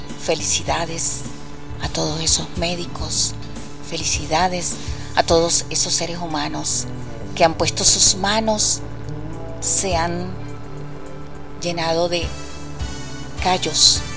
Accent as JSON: {"language": "Spanish", "country": "Venezuela", "said": "así somos nosotros los venezolanos"}